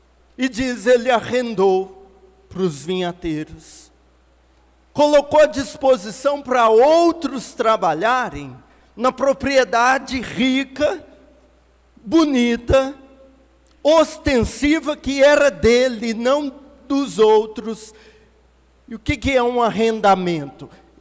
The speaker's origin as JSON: {"language": "Portuguese", "town": "Itaúna", "region": "Minas Gerais", "country": "Brazil", "tie": "born or raised there", "said": "Hoje eu ando lá em Itaúna, onde nasci"}